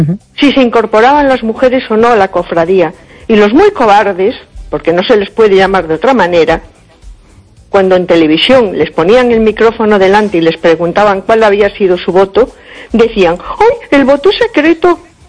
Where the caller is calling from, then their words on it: A Coruña, Galicia, Spain; Hola, buenas noches. … de Coruña.